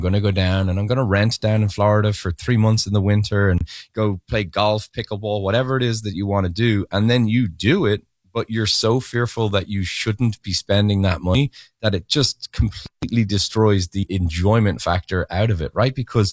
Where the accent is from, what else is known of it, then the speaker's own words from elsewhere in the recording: Ireland; speaking as an Irish person